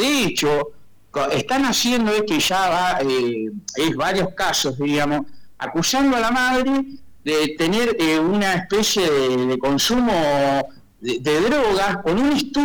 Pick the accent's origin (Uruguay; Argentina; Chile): Argentina